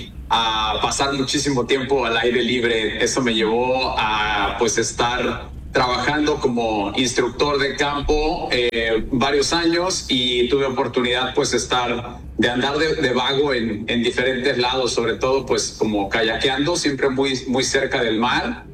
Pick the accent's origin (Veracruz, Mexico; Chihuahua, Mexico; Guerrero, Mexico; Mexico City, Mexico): Mexico City, Mexico; born there; now in La Paz, Mexico; yo nací en Ciudad de México, tengo aquí en La Paz alrededor ya de 25 años